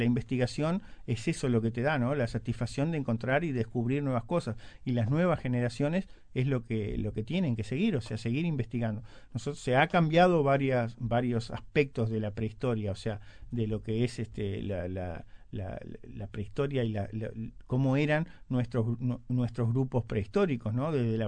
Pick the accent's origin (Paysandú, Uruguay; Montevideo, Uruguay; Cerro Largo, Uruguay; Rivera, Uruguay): Rivera, Uruguay; moved away; Yo soy de Rivera, vine a estudiar escribanía